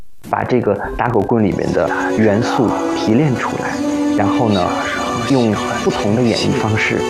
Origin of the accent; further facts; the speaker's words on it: Weihai, Shandong, China; moved away; 我也是山东人，我是威海人。首先回到家乡，无比的亲切。